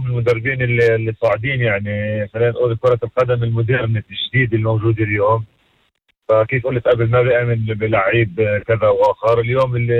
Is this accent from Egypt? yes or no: no; Israel; also born or lived in Beersheba; عندنا في اسرائيل